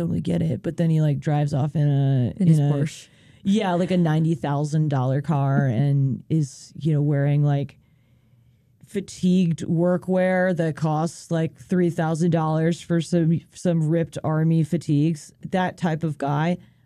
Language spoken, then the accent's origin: English; New York, United States; No, well, I'm from Long Island.